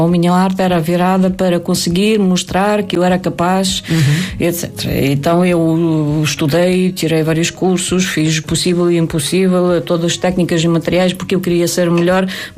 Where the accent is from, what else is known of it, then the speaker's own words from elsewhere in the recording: Chernobyl, Kyiv Oblast, Ukraine; Chernobyl.